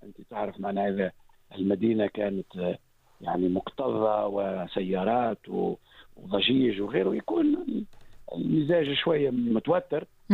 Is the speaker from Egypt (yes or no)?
no; Tunisia; موجودة عندنا في تونس